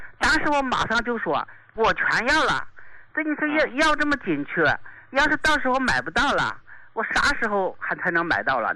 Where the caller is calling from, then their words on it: Shaanxi, China; 我是陕西的一名听众